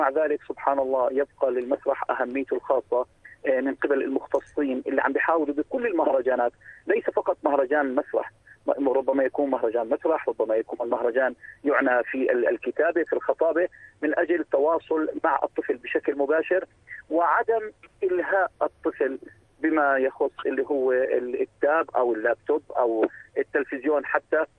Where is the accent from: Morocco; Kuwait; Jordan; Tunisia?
Jordan; لما نحكي إنه إحنا من الأردن نلاقي في احترام خاص لثقافتنا ولحضورنا الأردني.